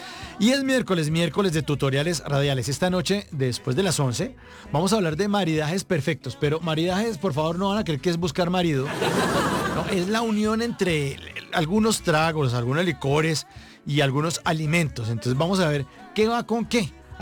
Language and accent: Spanish; Colombia; esa también que nos hace seguir orgullosos de seguir siendo colombianos, de sentirnos colombianos.